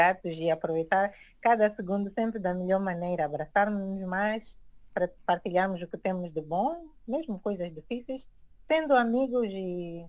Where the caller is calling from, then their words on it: Matola, Maputo, Mozambique; eu estou em Maputo Província, né, município da Matola, especificamente no bairro 1º de Maio, Congolô.